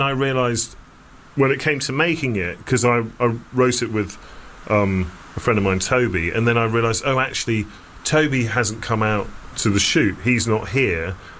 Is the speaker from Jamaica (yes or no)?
no; England, United Kingdom; being English